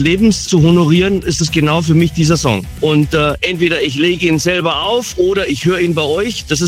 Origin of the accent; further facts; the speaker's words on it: Ottenhofen, Bavaria, Germany; Ich komme aus Ottenhofen in der Nähe von München.